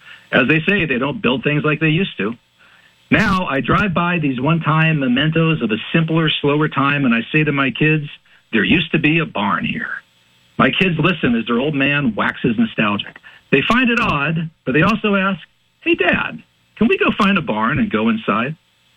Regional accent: Butler, Pennsylvania, United States; born or raised there; also born or lived in Pittsburgh / Russellton

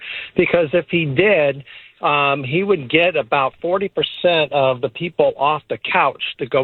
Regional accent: Cupertino, California, United States; I grew up in Cupertino

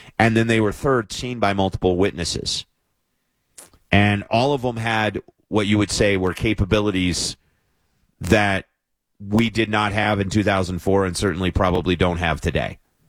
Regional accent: Arizona, United States; growing up in Arizona, which is a high hot spot.

